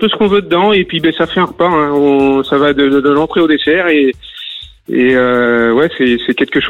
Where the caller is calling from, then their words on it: Pays de la Loire, France; J'habite à Mauch-en-Loire